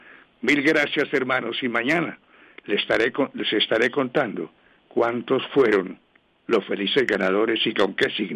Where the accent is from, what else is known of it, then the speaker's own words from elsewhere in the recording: Valle del Cauca, Colombia; Que Dios bendiga a mi pueblo querido, a mi gente linda en el departamento del Valle